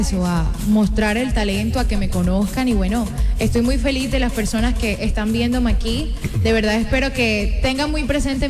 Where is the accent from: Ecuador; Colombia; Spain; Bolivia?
Colombia; Sincelejo, Sucre; darme a conocer en mi tierra, que es Sincelejo.